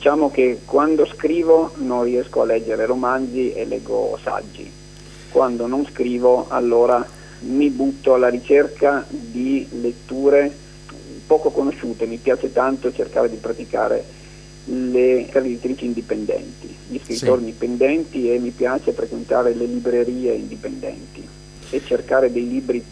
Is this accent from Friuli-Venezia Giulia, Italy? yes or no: yes; Grado, Friuli-Venezia Giulia, Italy; now in Turin, Italy; io sono figlio di friulani trapiantati a Grado e quindi gradese da quando avevo 2 anni. Sono molto legato a Grado, in questo momento sono a Grado, ci vengo una volta al mese e trascorro qui poi le ferie estive, ma sono anche molto legato al Friuli